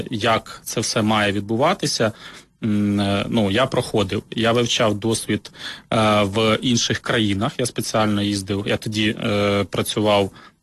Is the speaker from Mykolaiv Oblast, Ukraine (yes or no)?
yes; Mykolaiv Oblast, Ukraine; born there; also born or lived in Hlukhiv, Sumy Oblast